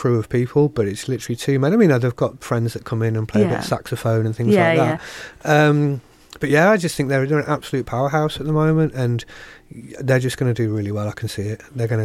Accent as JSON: {"language": "English", "town": "Worcester", "region": "West Midlands", "country": "United Kingdom", "tie": "born or raised there", "said": "Growing up in Worcester."}